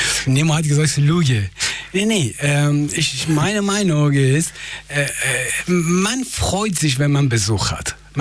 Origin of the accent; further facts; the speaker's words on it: Iran; German is a second language; now in Germany; du sollst nicht beleidigt, als Iraner, du sollst nicht beleidigt sein, wenn die dich fragen, ob du zu essen bleibst.